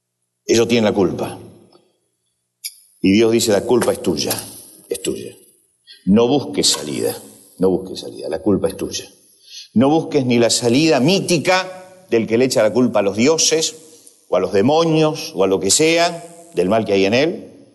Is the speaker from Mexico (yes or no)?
no; Argentina; es porque como nación no hemos sabido romper como argentinos los yugos de pecado que había en nuestra propia vida.